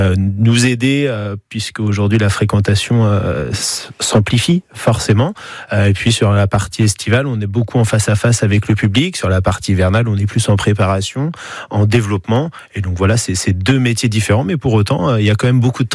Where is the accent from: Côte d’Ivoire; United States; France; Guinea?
France; Mayenne, Pays de la Loire; je suis originaire de la Mayenne